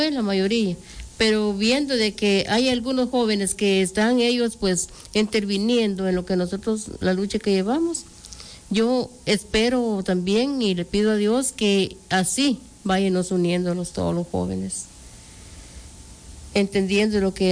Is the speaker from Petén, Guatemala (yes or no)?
no; La Unión, Zacapa, Guatemala; somos de La Unión, somos 9 comunidades